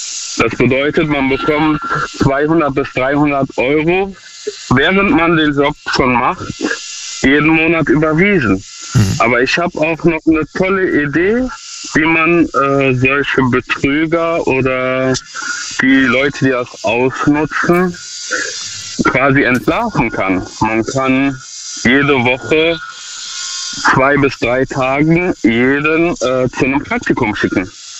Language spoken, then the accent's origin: German; Duisburg, North Rhine-Westphalia, Germany; Ich komme aus Duisburg.